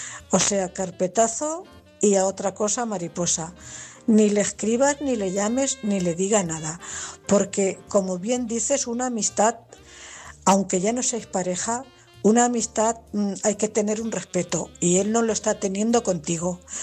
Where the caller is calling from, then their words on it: Cuenca, Castilla-La Mancha, Spain; corresponsal de Cuenca.